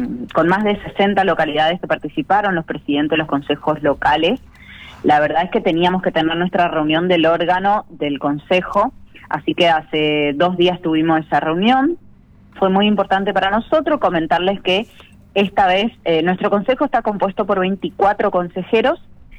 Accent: Corrientes, Argentina; lo que nos está pasando hoy como correntinos, como argentinos, ¿no?

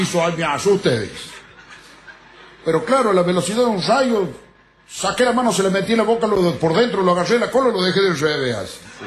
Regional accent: Cruz del Eje, Córdoba, Argentina; que soy de la República Argentina, de Córdoba exactamente, de la ciudad de Cruz del Eje.

